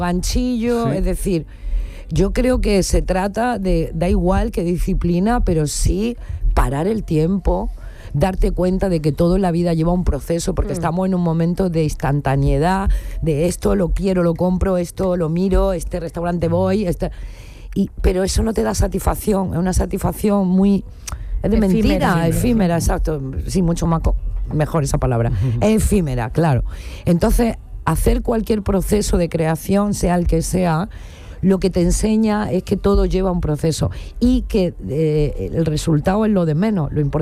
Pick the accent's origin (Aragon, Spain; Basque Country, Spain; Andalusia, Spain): Andalusia, Spain; La Zubia; me presenté con un seudónimo al cartel del carnaval de mi pueblo, que es La Zubia, en Granada.